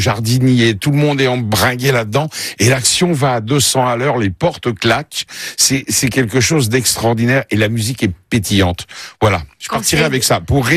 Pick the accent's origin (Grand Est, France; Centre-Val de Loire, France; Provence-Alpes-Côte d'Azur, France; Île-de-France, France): Île-de-France, France; Paris; Je suis de Paris, alors l'accent toulousain, c'est